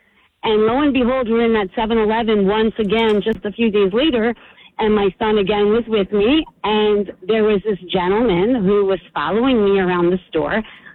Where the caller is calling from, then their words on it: Howell, New Jersey, United States; I'm from Howell.